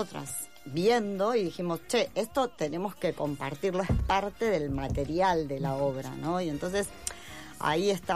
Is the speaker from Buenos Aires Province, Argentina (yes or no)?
yes; Chivilcoy, Buenos Aires Province, Argentina; now in Buenos Aires, Argentina; Mi mamá vive en Chivilcoy, yo soy de Chivilcoy, provincia de Buenos Aires.